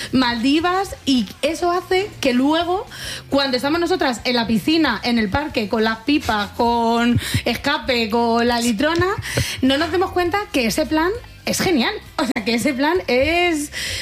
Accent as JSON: {"language": "Spanish", "town": "Fuenlabrada", "region": "Community of Madrid", "country": "Spain", "said": "Claro, yo es que soy de Fuenlabrada. Entonces, en Fuenlabrada era escape y porros, las dos cosas."}